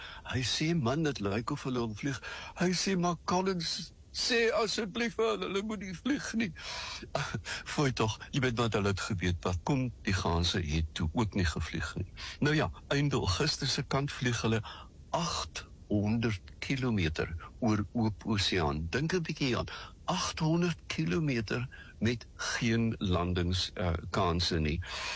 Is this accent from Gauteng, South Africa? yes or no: no; Robertson, Western Cape, South Africa; As kind op Robertson het ons 4 maniere gehad van weervoorspelling.